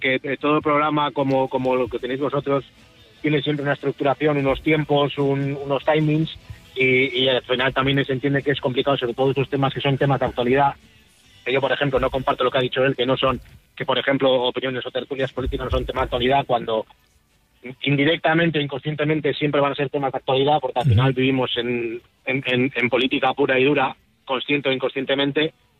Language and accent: Spanish; Portugalete, Basque Country, Spain; me refiero a que yo soy de Portugalete